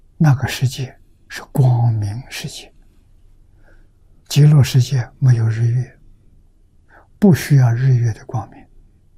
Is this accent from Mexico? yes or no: no; China; 心得是我们中国人所说的止于至善。